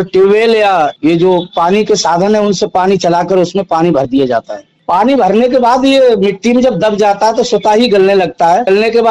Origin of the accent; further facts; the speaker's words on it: Talgautiya, Uttar Pradesh, India; और मेरा गांव का नाम ग्राम तालगौटिया, पोस्ट सिमरा बोरीपुर, ब्लॉक क्यारा, तहसील जिला बरेली।